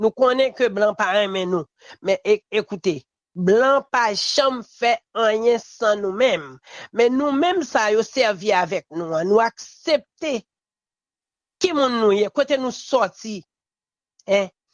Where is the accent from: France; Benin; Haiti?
Haiti; Et moi-même, en tant qu'Haïtien